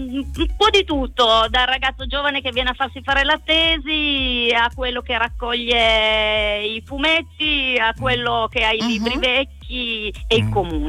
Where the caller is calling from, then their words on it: Carmagnola, Piedmont, Italy; Da Carmagnola, il paese dei peperoni.